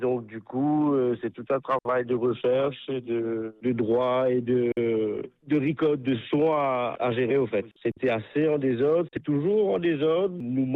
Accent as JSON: {"language": "French", "region": "Port Louis", "country": "Mauritius", "said": "57 ans, habitant de Rosbois."}